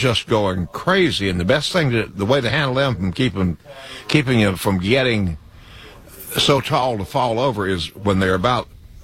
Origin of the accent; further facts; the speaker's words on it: Boone, North Carolina, United States; when I grew up in Boone